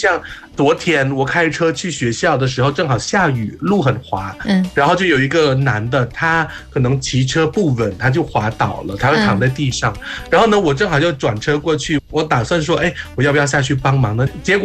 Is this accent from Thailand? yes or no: yes; Thailand; Chinese is a second language